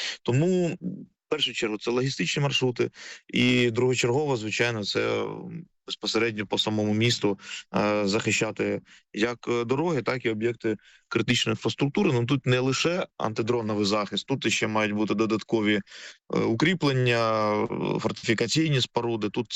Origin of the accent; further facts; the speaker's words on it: Pavlohrad, Dnipropetrovsk Oblast, Ukraine; Я сам родом з міста Павлоград